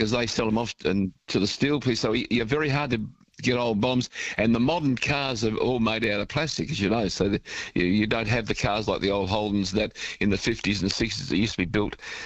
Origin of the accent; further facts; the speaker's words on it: Corrigan, Western Australia, Australia; who hailed from Corrigan, which was my original hometown because I was born in Corrigan.